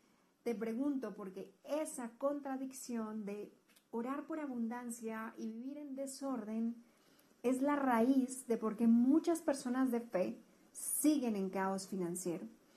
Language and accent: Spanish; Colombia; now in Guadalajara, Mexico; colombiana viviendo en Guadalajara, México.